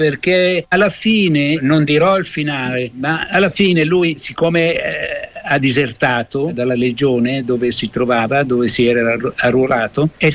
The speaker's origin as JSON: {"language": "Italian", "town": "Milan", "region": "Lombardy", "country": "Italy", "said": "Da Milano. Ho girato il mondo, sono stato giornalista e fotografo, però sono sempre stato di base a Milano."}